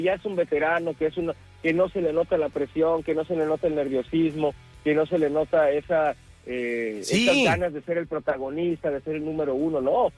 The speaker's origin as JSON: {"language": "Spanish", "country": "Mexico", "said": "como buenos mexicanos que somos."}